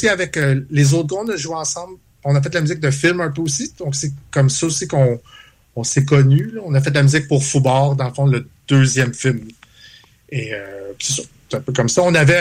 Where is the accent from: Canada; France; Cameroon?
Canada; Châteauguay, Quebec; Quand j'étais jeune, je venais de Châteauguay. Tu sais, de la banlieue